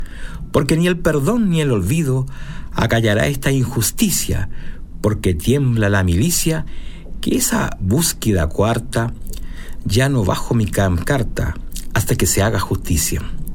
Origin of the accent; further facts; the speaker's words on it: Los Andes, Valparaíso, Chile